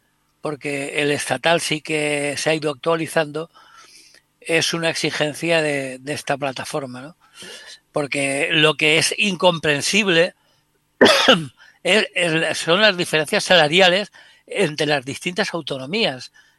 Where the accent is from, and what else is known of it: Spain